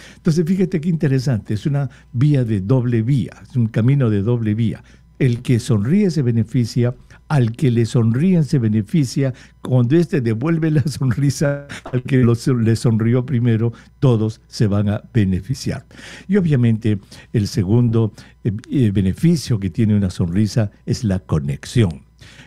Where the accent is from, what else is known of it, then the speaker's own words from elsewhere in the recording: Recuay, Ancash, Peru; moved away; Ahora que estuve en Perú hace poco, me fui a Recuay, a mi pueblo.